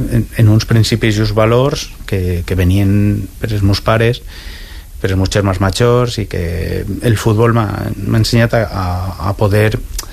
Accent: Valencian Community, Spain; now in Valencia, Spain; No, estem visquem en València però pràcticament un semàfor de poder eixir cap al meu poble, cap al Ximià d'Alfara

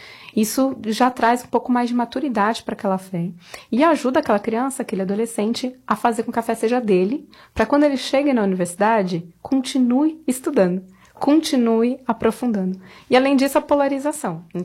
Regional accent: São Paulo, Brazil

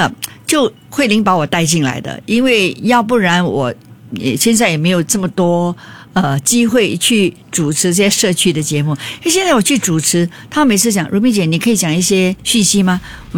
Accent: Singapore; 我们新加坡人蛮幸福的啦，

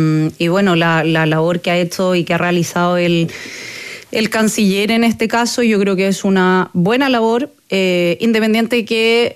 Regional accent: Chile; nosotros como chilenos

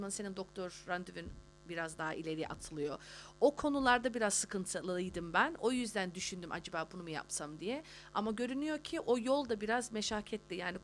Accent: Australia; bizler burada doğup büyüdük

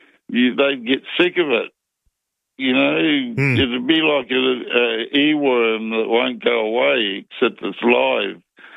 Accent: Australia; when I was in Italy, I said to one guy, I was from Australia

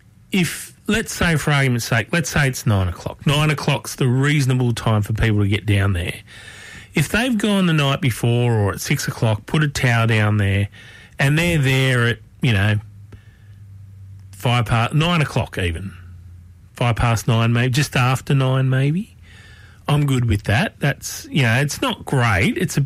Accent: Concord, New South Wales, Australia; I grew up in Concord, which, look, you know, it's a bit more developed now than it was when I lived there. But when I was growing up there, it was called the Parkland suburb.

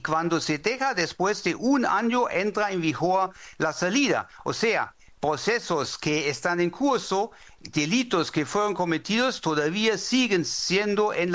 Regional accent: Germany; a pesar de que yo soy alemán.

